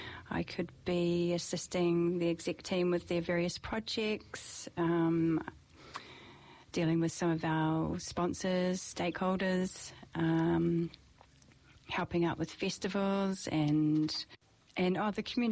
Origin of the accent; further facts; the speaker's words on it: New Zealand; born there; moved away; also born or lived in Australia; I was born in New Zealand and later on spent some time travelling, ended up in Australia for around 10 years and with a bit of back and forth, and then ended up back here in New Zealand in 2008